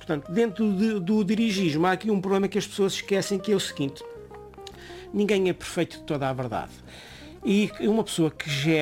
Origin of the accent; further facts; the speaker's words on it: São João, Azores, Portugal; Eu sou natural de São João do Pico e meu pai era pescador.